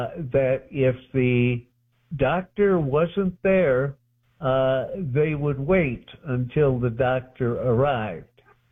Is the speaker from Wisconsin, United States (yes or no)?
yes; Milwaukee, Wisconsin, United States; my hometown, Milwaukee, Wisconsin.